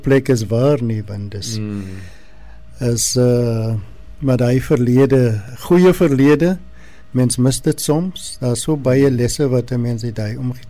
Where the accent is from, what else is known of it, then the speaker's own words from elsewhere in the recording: George, Western Cape, South Africa; Ek is hier van George af weg, ek is maar stad toe soos ons maar die tyd ja. verbag het.